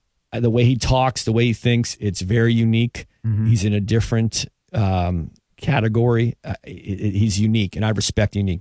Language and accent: English; Pennsylvania, United States; I'm a Northeast guy. You grow up in Pennsylvania.